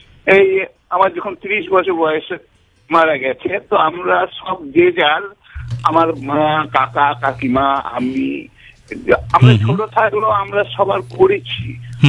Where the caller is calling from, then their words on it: Howrah, West Bengal, India; হাওড়া পুরি থেকে